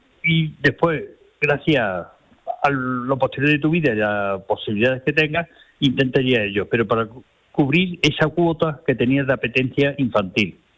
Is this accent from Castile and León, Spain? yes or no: no; Archidona, Andalusia, Spain; born there